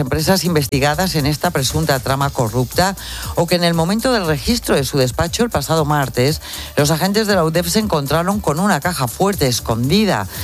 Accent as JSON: {"language": "Spanish", "town": "Lerma", "region": "Castile and León", "country": "Spain", "said": "yo soy de Lerma."}